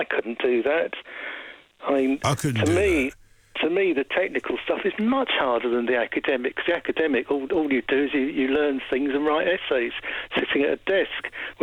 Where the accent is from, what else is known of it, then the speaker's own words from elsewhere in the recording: Finchley, London, United Kingdom; grew up in Finchley with a swimming pool, the outdoor swimming pool.